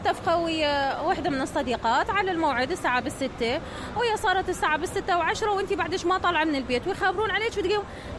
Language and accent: Arabic; Iraq; إحنا كعراقيين كمجتمع عراقي